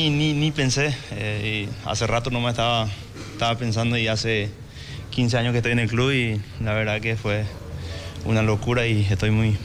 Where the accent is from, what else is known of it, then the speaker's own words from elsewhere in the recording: Gral. Francisco Caballero Álvarez, Canindeyú, Paraguay; now in Asunción, Paraguay; cuando yo salí de mi ciudad natal de Gatimí